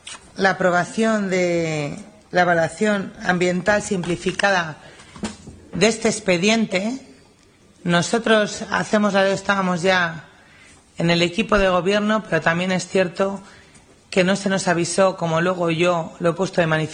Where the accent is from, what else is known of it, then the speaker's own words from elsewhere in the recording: Laredo, Cantabria, Spain; me gustaría que mi hijo y mis nietos pudieran adquirir una vivienda a precios asequibles en mi pueblo, porque Laredo lo tiene todo, es una joya en sí mismo, tiene montaña, tiene playa